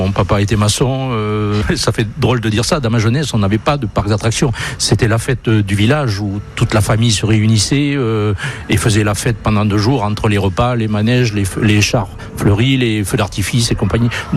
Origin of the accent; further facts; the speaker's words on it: Tourtoirac, Nouvelle-Aquitaine, France; born there; je suis né à Tortoirac le 15 juillet 55.